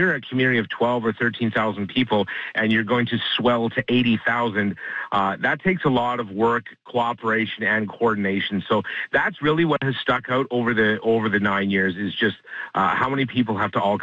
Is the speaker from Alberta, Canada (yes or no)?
no; Morden, Manitoba, Canada; born or raised there